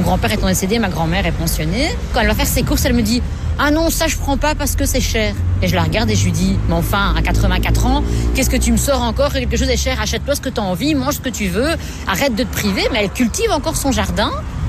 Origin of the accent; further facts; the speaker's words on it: Belgium; Moi, je suis belge maintenant et j'ai grandi ici, je suis née ici, donc je suis... Oui, il y a cette transmission italienne